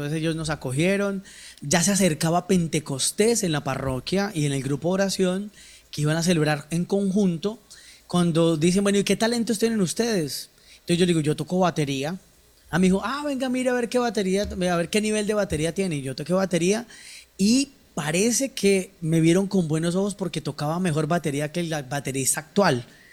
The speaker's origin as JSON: {"language": "Spanish", "region": "Bogotá", "country": "Colombia", "tie": "born or raised there", "accent": "medio acento paisa", "said": "Yo soy de la ciudad de Bogotá, vengo de familia huilense, pero nací, crecí, me eduqué todo en Bogotá."}